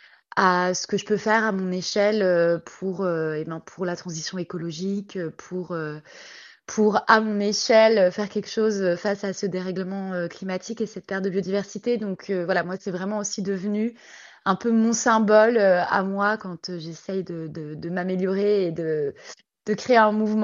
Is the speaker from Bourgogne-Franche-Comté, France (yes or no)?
yes; Bourgogne-Franche-Comté, France; Bah alors moi j'ai grandi en Franche-Comté, donc dans une région très forestière, donc c'est vrai que les arbres font partie de mes paysages, on va dire, d'enfance.